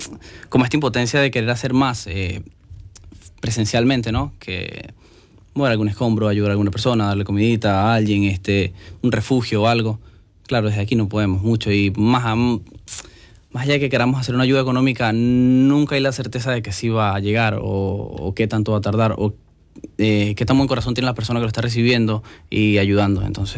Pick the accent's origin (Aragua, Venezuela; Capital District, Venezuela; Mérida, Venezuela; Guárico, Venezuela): Mérida, Venezuela; moved away as an adult; now in Galicia, Spain; Siento como si Galicia fuera esa parte de Mérida, de los Andes, de donde yo vengo, que nada, que me hace falta desde que salí. Y también un poco por tema familiar, mi abuela es de aquí, de Galicia también.